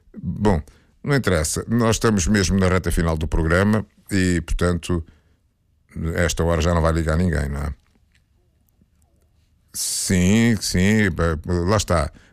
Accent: Luanda, Angola; Eu sou de Luanda, sou de Luanda

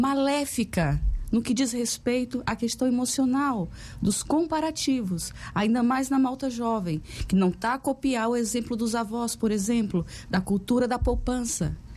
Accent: Brazil; moved away as an adult; now in Portugal; E eu, como venho do Brasil, morava numa casa térrea

